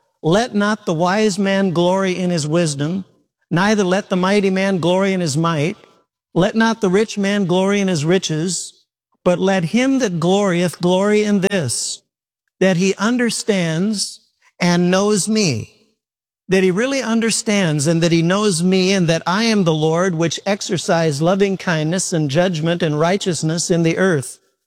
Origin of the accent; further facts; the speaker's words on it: Midwest, United States; And the lightning was something I've never seen. And I'm from the Midwest.